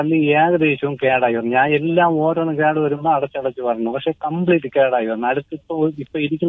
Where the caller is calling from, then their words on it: Neyyattinkara, Kerala, India; ഞാൻ നെയ്യാറ്റിൻകരയിൽനിന്നാണ്